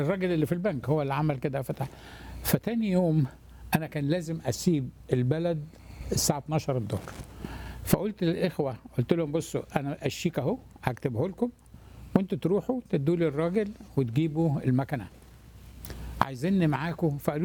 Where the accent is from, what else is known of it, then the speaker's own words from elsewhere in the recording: Egypt; now in United States; انا مصري امريكاني، هل ينفع افتح حساب عندكم هنا في الجزائر؟